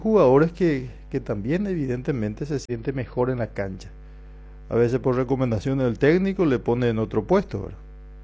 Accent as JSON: {"language": "Spanish", "country": "Paraguay"}